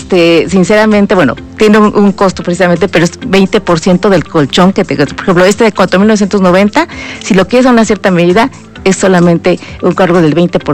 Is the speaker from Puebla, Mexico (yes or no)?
yes; Puebla, Mexico; sobre todo de los poblanos, siendo una poblana de origen, hemos leído perfectamente la necesidad del cliente poblano